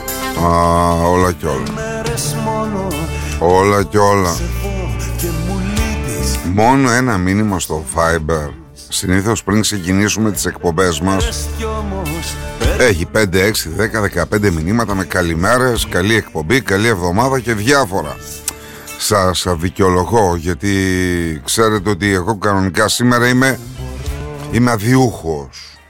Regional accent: Milotopos, Central Macedonia, Greece; στο χωριό μου, στον παλιό Μιλότοπο

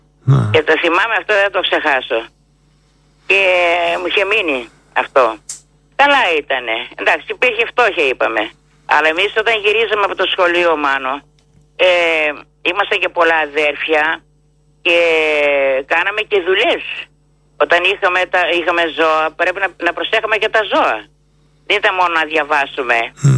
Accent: Epirus, Greece; born there; Να ακουστεί για την Ήπειρο, την πατρίδα μου εδώ.

